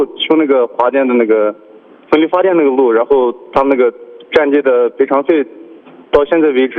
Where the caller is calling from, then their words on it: Hoboksar County, Xinjiang, China; 我是来自河伯克塞尔县也普鲁山乡的一位牧民。